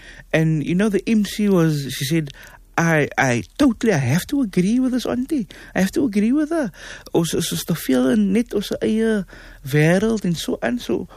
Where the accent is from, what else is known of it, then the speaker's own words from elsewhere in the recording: Cape Town, Western Cape, South Africa; I was from Cape Town. I was the only person from Cape Town in the room.